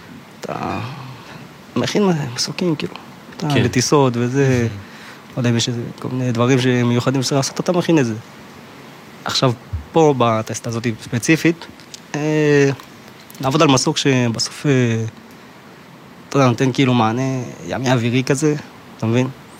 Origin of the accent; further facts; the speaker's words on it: Migdal HaEmek, Northern District, Israel; בן 23. קדל העמק.